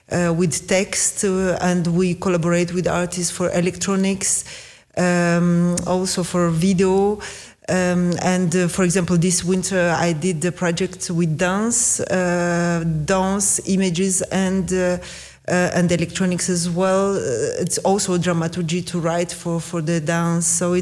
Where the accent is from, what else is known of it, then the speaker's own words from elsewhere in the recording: Moldova; born there; English is a second language; Yes, I was born in Republic of Moldova, and my father, who was from Ukraine, was a professional musician